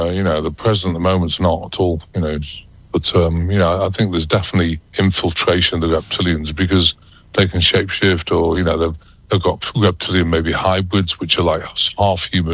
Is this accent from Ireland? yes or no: no; United Kingdom; accent: British; now in United States; Well, actually, I'm American. I became a citizen in 2017, but I've still got a British accent